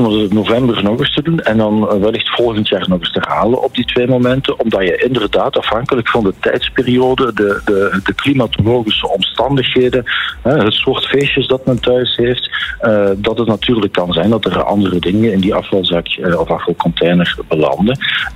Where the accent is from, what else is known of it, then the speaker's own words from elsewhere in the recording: Flanders, Belgium; Maar wij gooien vandaag als Limburgers en als Vlamingen nog veel te veel restafval weg in onze huisvuilzak.